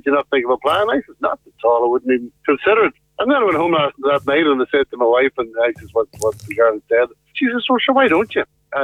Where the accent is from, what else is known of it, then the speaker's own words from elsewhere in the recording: Northern Ireland, United Kingdom; now in Claremorris, Ireland; Lived in Claremorris for 16 years and 5 years in Castlebar before that, but I'm originally from Antrim.